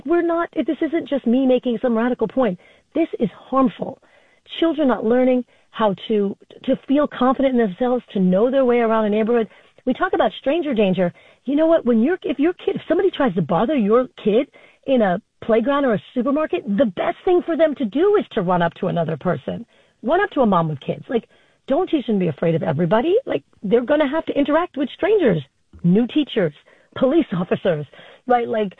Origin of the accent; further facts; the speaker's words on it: Flushing, New York, United States; I grew up in Flushing, doing it, right?